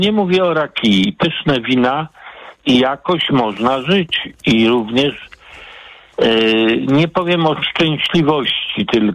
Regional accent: Poznań, Greater Poland Voivodeship, Poland; Dzień dobry, kłania się rodowity Poznaniak, czyli skorpion totalny ….

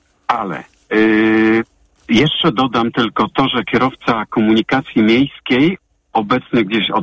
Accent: Poznań, Greater Poland Voivodeship, Poland; bo jestem z Poznania

